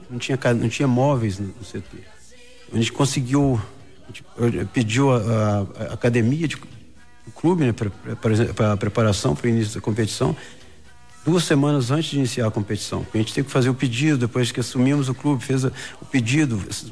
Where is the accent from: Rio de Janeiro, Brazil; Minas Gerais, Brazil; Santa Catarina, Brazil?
Minas Gerais, Brazil; Manhuaçu; Eu sou de natural de Manhuaçu